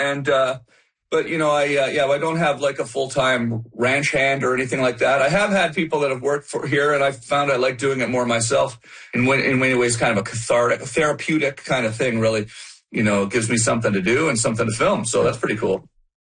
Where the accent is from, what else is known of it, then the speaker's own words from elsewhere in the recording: Ottawa, Ontario, Canada; moved away as an adult; also born or lived in Los Angeles; I can't believe I live in Los Angeles. I'm Canadian. I'm from Ottawa.